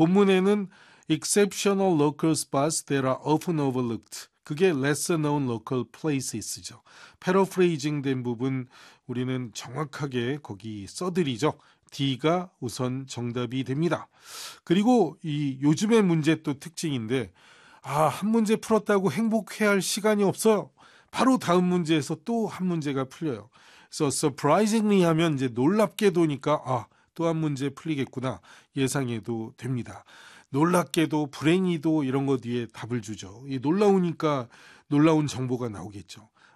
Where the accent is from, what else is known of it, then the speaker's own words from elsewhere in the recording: Seoul, South Korea; born there; 저는 서울 태생입니다.